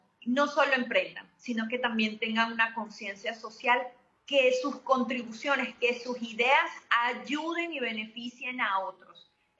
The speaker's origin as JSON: {"language": "Spanish", "country": "Venezuela", "said": "Y eso es lo que todos como venezolanos vamos a continuar haciendo, tengo fe en eso."}